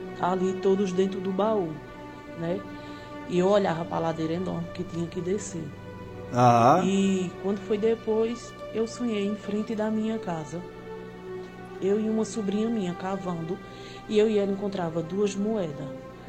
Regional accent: Toritama, Pernambuco, Brazil; Eu sou de Toritama, Pernambuco.

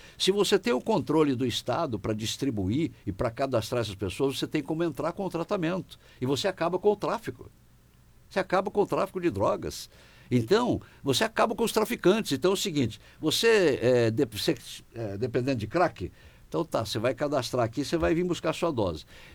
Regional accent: Maringá, Paraná, Brazil; born there; trabalha em Maringá, onde eu nasci, sou maringaense, né?

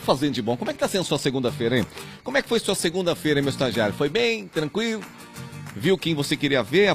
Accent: Brazil; Mostrar que a gente somos brasileiros.

